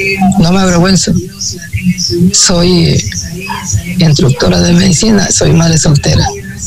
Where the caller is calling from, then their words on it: Santa Elena, Ecuador; Soy de la Colonia del Cóndor.